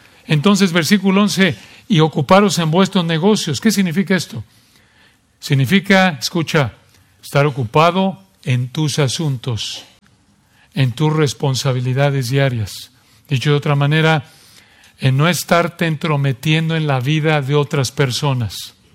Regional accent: Mexico; moved away; como cuando éramos niños allí en México

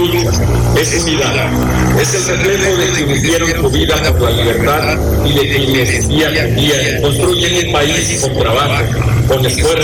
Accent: Mexico

